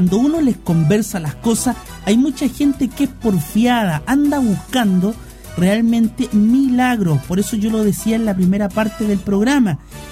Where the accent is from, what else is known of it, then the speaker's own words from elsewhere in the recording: Chile; Por favor, no me confunda con alguien que venga de afuera. Yo soy chileno.